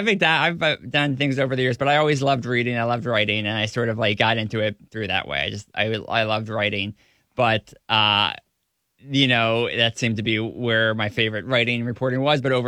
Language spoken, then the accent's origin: English; Delaware County, Pennsylvania, United States; also born or lived in Tacoma, Washington; Pennsylvania is where I grew up. I grew up in Delaware County, Pennsylvania. And it's where I've done my entire journalism career. I've lived out of state for 1 year. I lived in Tacoma, Washington.